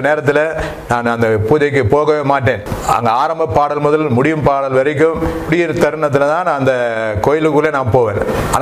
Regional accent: Chennai, Tamil Nadu, India; நான் ஒரு இந்து குடும்பத்தில் பிறந்தேன். … நான் ராயபுரத்தில் மீனாட்சி அம்மன் பேட் என்ற பகுதியில் பிறந்து வளர்ந்தேன்.

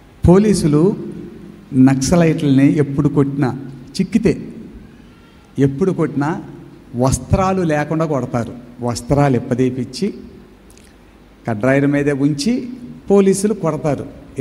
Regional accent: Santaravuru, Andhra Pradesh, India; మాది ప్రకాశం జిల్లా, మా చిన్న పల్లెటూరు సంతరావూరు అనే గ్రామం. ఆ గ్రామంలో నేను 10వ తరగతి దాకా చదువుకున్నాను.

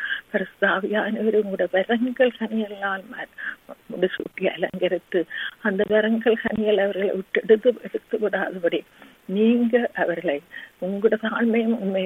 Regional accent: Sri Lanka; moved away; நாங்கள் பிறந்து வளர்ந்த அந்த சிறிய இலங்கை தீவுக்காக

